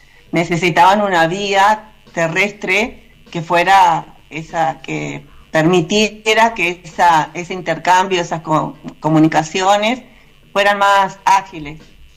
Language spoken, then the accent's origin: Spanish; Paysandú, Uruguay; Yo además soy de Paysandú, soy sanducera, estoy mirando el Río Uruguay también acá